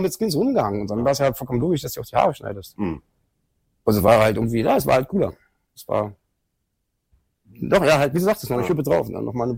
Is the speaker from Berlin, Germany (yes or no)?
yes; Berlin, Germany; Geboren in Schöneberg, groß geworden in Kreuzberg.